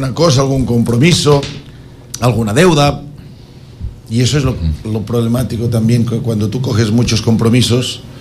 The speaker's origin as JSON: {"language": "Spanish", "country": "Ecuador", "said": "Es que no me digan que no soy ecuatoriano, no puedo."}